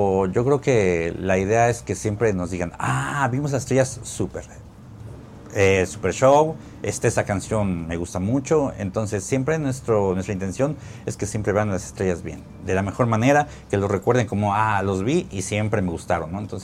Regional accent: Mexico; somos mexicanos orgullosos y miren, aquí estamos.

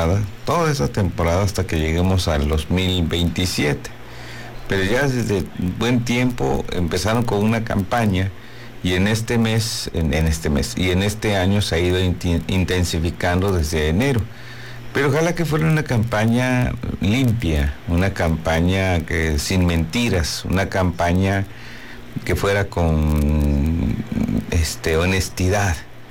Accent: Mexico

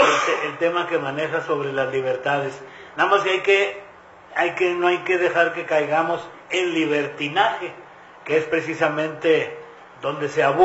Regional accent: Mexico; Como mexicano podemos desplazarnos por todo el territorio nacional

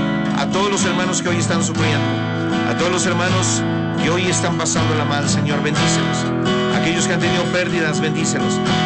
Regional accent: Mexico

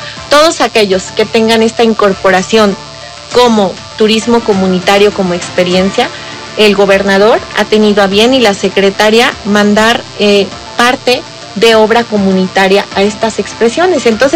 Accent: Puebla, Mexico; es poblana.

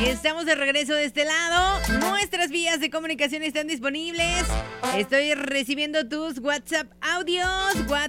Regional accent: San Martín Texmelucan, Puebla, Mexico; soy de acá, de San Martín Texmelucan, ¿eh?

